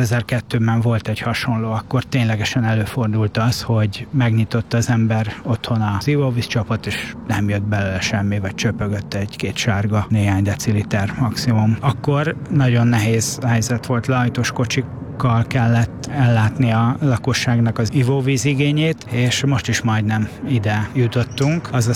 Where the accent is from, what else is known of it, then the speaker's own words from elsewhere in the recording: Óbuda, Budapest, Hungary; Igen, én óbudai vagyok, nem mondanám, hogy engem követnek, ez tulajdonképpen már az idők szava.